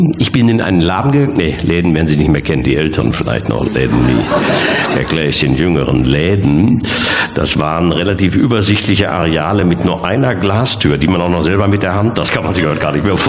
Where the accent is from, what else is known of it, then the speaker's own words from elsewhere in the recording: Bochum, North Rhine-Westphalia, Germany; Ich komme aus Bochum und Bochum ist im Prinzip nichts anderes als Toys R Us mit Rand.